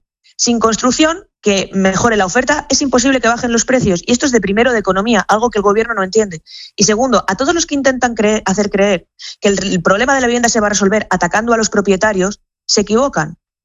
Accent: León, Castile and León, Spain; Yo soy de León

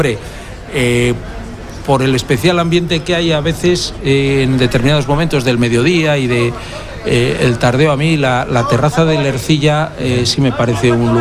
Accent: Bilbao, Basque Country, Spain; como bilbaíno que soy, siempre con intensidad, pero con tranquilidad también. Por ser también un bilbaíno que ya ha dado el cabo de hornos de los 60 años

